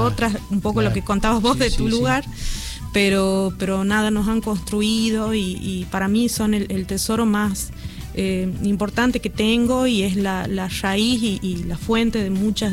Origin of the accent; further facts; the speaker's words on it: Catamarca, Argentina; hecho, mi pueblo es tan pequeño que si bien no tiene radio, la radio está en Sau Gil, que queda a 12 kilómetros, que es la cabecera departamental del departamento Pomán. En mi pueblo todavía, en el club del pueblo, hay un altavoz.